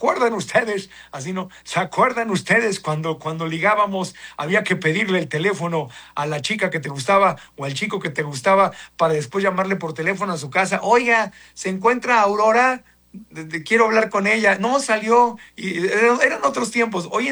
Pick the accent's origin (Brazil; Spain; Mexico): Mexico; nosotros hemos querido simplemente como mexicanos ayudar y apoyar